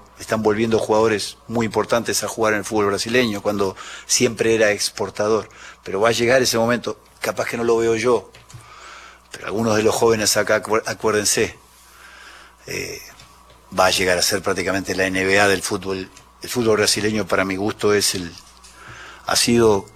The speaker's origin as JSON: {"language": "Spanish", "country": "Uruguay", "said": "yo soy uruguayo, ¿verdad?"}